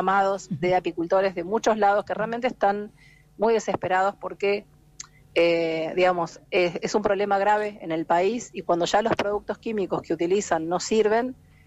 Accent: Argentina; como buenas investigadoras argentinas, nos ingeniamos para hacer una incubadora casera

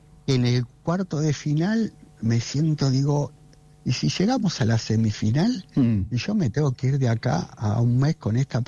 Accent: Argentina; somos los argentinos

